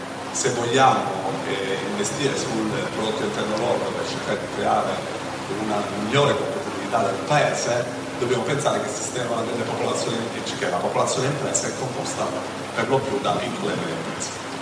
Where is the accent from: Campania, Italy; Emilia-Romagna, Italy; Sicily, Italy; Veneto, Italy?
Sicily, Italy; essendo siciliano